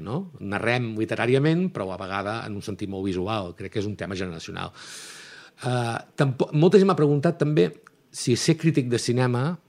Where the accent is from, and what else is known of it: Girona, Catalonia, Spain; born or raised there